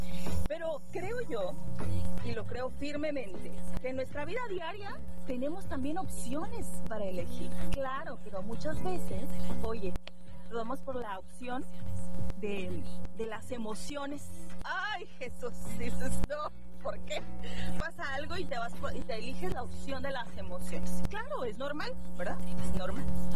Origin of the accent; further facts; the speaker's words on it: Monterrey, Nuevo León, Mexico; yo soy regia. Sí, yo soy regia.